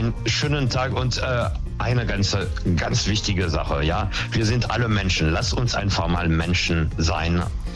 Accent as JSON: {"language": "German", "country": "France", "moved": "yes", "lives_now": "Germany", "said": "Als Franzose, der nach Deutschland kam und eigentlich gar nicht so lange bleiben sollte, oder ich dachte zumindest, dass ich noch kurz komme, und dass ich geblieben bin"}